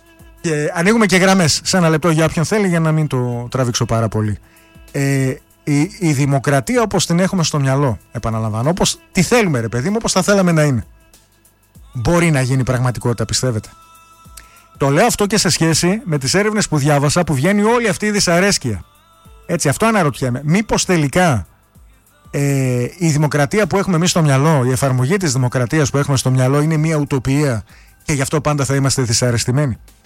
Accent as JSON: {"language": "Greek", "country": "Greece", "said": "εμείς ως Έλληνες"}